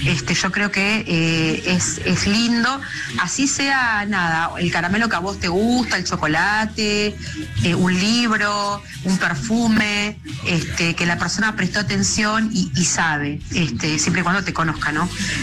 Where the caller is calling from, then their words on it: Punta Alta, Buenos Aires Province, Argentina; soy de Punta Alta.